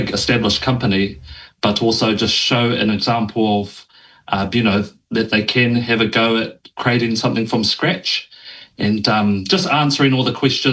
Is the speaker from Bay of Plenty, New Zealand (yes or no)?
yes; Tauranga, Bay of Plenty, New Zealand; now in Auckland, New Zealand; I'm a junior Māori indie game developer. I'm from Tauranga, but I lived in Auckland studying game design